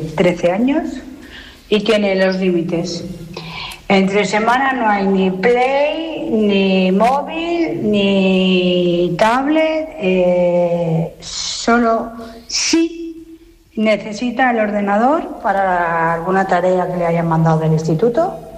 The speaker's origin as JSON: {"language": "Spanish", "region": "Cantabria", "country": "Spain"}